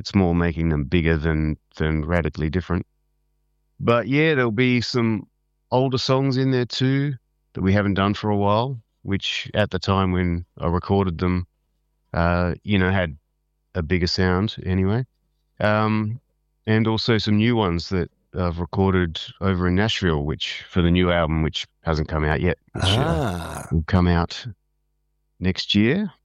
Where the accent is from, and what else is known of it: Adelaide, South Australia, Australia; born or raised there